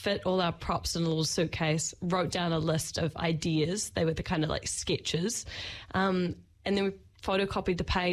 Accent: Wellington, New Zealand; We are all from Wellington.

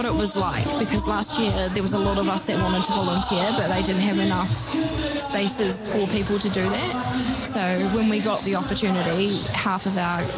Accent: Dunedin, Otago, New Zealand; Yeah, I'm born and raised in Otipoti. I have a marae down in Otago. We are Ngāi Tahu. Yeah, I'm 35 years old today.

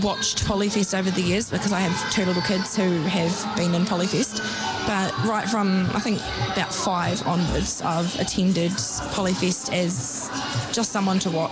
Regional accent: Dunedin, Otago, New Zealand; I'm born and raised in Otipoti. I have a marae down in Otago. We are Ngāi Tahu. I'm 35 years old today.

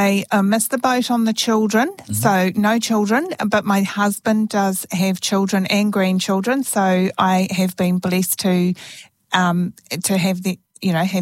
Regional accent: Christchurch, Canterbury, New Zealand; I was born in Christchurch. Mm-hmm. I've lived most of my life here.

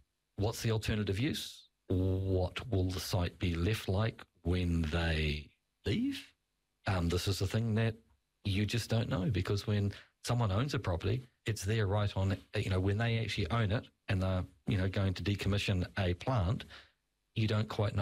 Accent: Clive, Hawke's Bay, New Zealand; I was born in Clive, Whakatū. I grew up at a place called the Prickle Patch, which is on the corner heading to Clive.

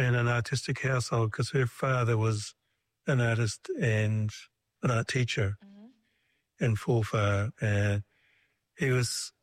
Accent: Timaru, Canterbury, New Zealand; also born or lived in England; No, originally from South Canterbury. My dad had a farm just north of Timaru.

